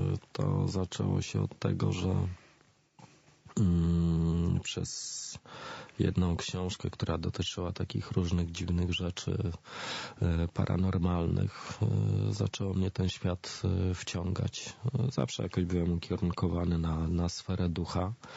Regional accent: Masovian Voivodeship, Poland; ponieważ pochodzę spod Warszawy, także tam za bardzo jakichś takich większych atrakcji nie było.

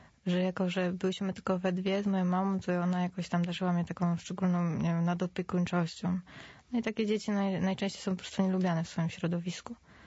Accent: Radom, Masovian Voivodeship, Poland; Ja pochodzę z Radomia, także w mieście.

